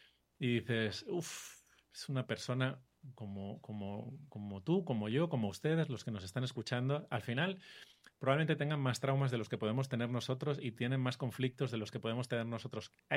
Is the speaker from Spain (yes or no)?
yes; Barcelona, Catalonia, Spain; now in Colombia; Yo soy español, de Barcelona